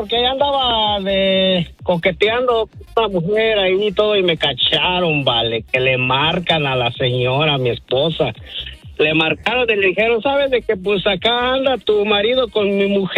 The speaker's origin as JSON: {"language": "Spanish", "region": "Michoacán", "country": "Mexico", "tie": "born or raised there", "said": "Allá desde mi tierra natal, Michoacán, Bali, y pues ya nos dejamos de ver y pues acá se vino para de este lado"}